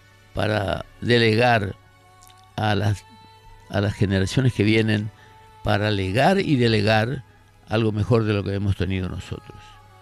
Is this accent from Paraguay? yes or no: yes; Paraguay; nuestro origen como paraguayos